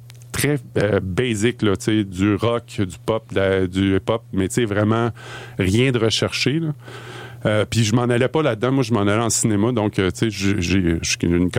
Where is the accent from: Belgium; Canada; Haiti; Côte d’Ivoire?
Canada; Boucherville, Quebec; now in Montreal, Canada; j'ai grandi à Boucherville, en fait. C'est juste sur la rive sud de Montréal. Puis j'ai habité Boucherville jusqu'à... en fait, je suis parti en France 1 an pour la natation quand j'ai fini mon cégep. Puis après ça, je suis revenu à Montréal.